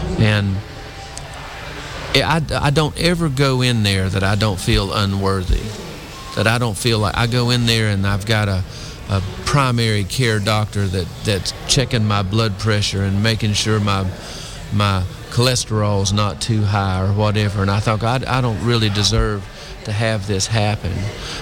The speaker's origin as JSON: {"language": "English", "region": "North Carolina", "country": "United States", "tie": "born or raised there", "said": "Well, I grew up in North Carolina, and I was adopted when I was 5 years old. So we talk about my dad. We lived on a dirt road in North Carolina"}